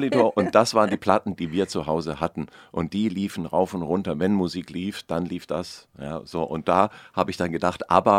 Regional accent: Baden-Württemberg, Germany; now in Cologne, Germany; Ich bin Süddeutscher aus Schwaben, ich wohne jetzt in Köln.

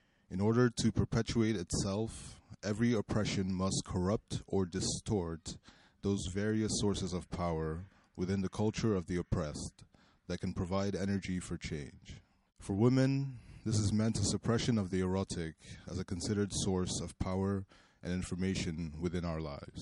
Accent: Bamenda, Northwest Region, Cameroon; I'm originally from Bamenda, Cameroon

